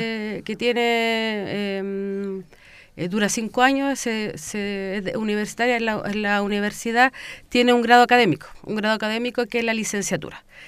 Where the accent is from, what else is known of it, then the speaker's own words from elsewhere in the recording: Puente Alto, Santiago Metropolitan Region, Chile; Yo soy de Puente Alto, yo nací, criada, sigo viviendo en Puente Alto.